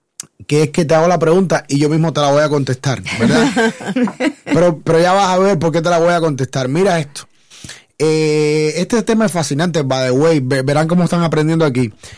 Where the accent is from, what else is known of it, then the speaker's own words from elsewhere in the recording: Cuba; moved away; yo como cubano, para yo poder ir a un hotel en mi propio país, yo tuve que salir del país, hacerme extranjero